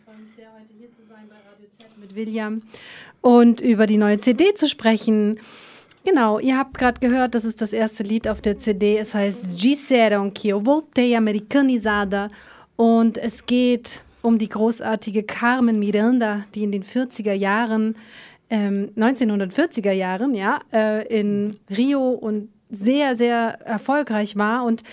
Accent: Ulm, Baden-Württemberg, Germany; also born or lived in São Paulo, Brazil / Maastricht, Netherlands / Nuremberg, Germany; Und dann bin ich in Ulm aufgewachsen.

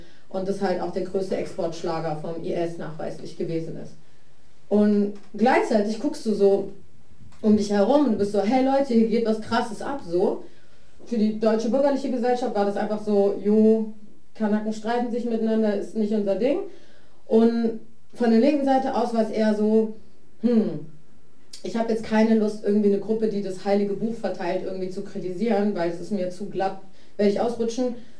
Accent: Iraq; now in Germany; Ich bin selber Kurdin aus dem Irak, meine Eltern sind nach Deutschland geflohen vor dem Genozid von Saddam Hussein.

